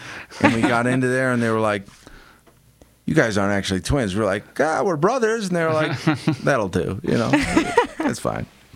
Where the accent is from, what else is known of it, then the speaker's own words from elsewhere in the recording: Connecticut, United States; now in Wyoming, United States; Born and raised in Connecticut